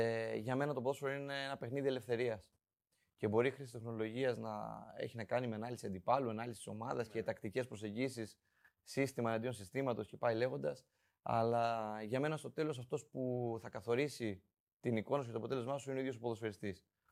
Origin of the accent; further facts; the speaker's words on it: Greece; ως Έλληνες